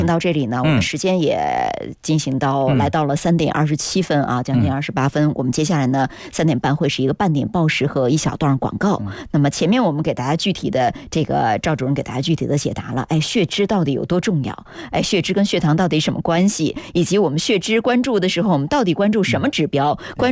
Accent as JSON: {"language": "Chinese", "region": "Guangdong", "country": "China"}